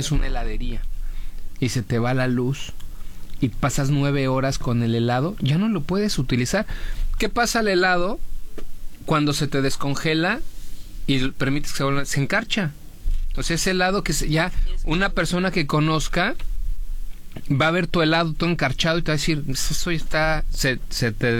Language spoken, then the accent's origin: Spanish; Mexico; estamos teniendo como mexicanos un gran beneficio